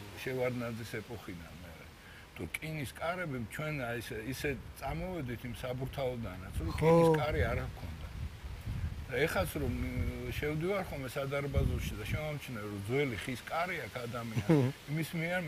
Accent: Tbilisi, Georgia; ამ მაზუტნას შესახვევში იყო ჩვენი სახლი. აბუეჩემიც მეცნიერი კაცი იყო, იქ ცხოვრობდნენ, ძალიან კარგი თბილისური ეზო იყო. ნაწილ ამ ეზოში ცხოვრობდნენ სომხები, იყვნენ ქურთები, ქართველები.

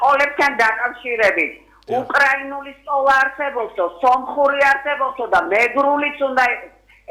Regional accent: Kakheti, Georgia; კახელმა რატო უნდა ვიცოდე მეგრული?

